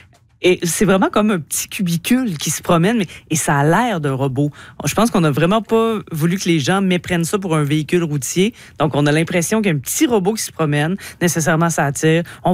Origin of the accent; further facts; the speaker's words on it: Canada; Donc, on ne pouvait pas avoir accès en tant que Canadien.